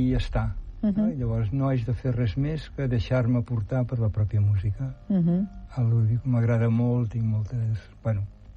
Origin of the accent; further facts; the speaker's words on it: Argentona, Catalonia, Spain; born there; Vaig néixer a Argentona l'any 1944, fa molt de temps, per això ja sóc antic.